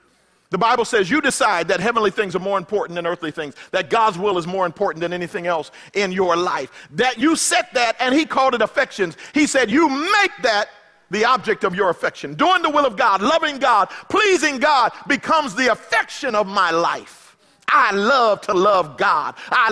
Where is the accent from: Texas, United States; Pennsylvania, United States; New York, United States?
Pennsylvania, United States; Philadelphia; born or raised there; now in California, United States